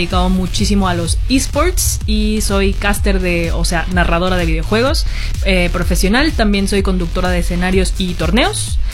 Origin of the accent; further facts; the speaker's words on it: Mexico; yo soy mexicana, tengo 30 años para este momento, recién cumplidos